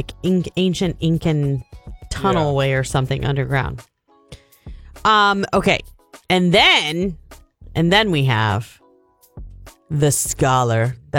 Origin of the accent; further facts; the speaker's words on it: North Canton, Ohio, United States; I'm from North Canton